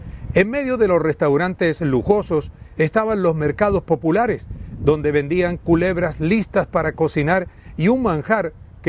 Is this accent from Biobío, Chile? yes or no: no; San Felipe, Valparaíso, Chile; born there; Los estoy saludando desde Chile, desde San Felipe, mi tierra natal en la quinta región de Chile.